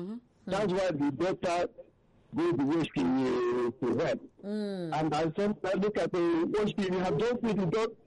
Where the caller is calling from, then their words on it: Ejigbo, Lagos, Nigeria; from Echibo.